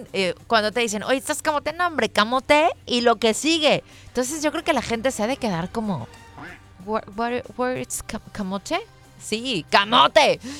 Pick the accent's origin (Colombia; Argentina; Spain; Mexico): Mexico; si la hemos preparado siendo mexicanos